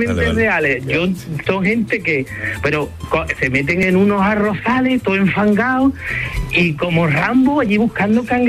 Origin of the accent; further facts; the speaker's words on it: Cádiz, Andalusia, Spain; now in Córdoba, Spain; Mira, yo soy gaditano afincado en Córdoba.